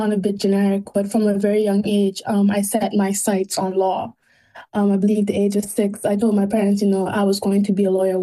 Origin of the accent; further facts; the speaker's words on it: Turks & Caicos Islands; moved away as an adult; now in Nottingham, United Kingdom; I'm a proud Turks and Caicos Islander, an alumni of the Helena Jones Robinson High School and also the Turks and Caicos Island Community College